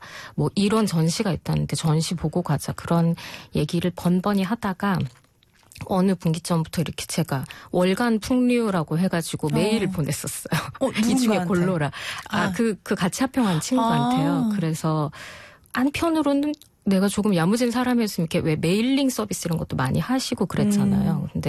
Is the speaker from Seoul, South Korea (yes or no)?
yes; Seoul, South Korea; born there; 그게 제가 그 고향을 물어보면 되게 말이 좀 길어지는 배경을 가지고 있는데 서울에서 태어났고 지금은 이제 제가 40대가 되면서 서울에서 산 시간이 가장 길